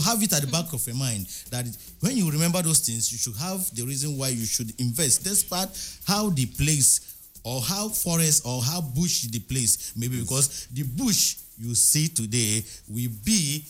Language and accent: English; Lagos, Nigeria; because I grew up in Lagos.